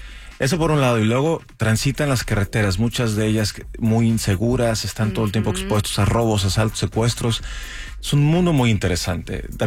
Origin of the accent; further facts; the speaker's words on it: Tijuana, Baja California, Mexico; soy de Tijuana además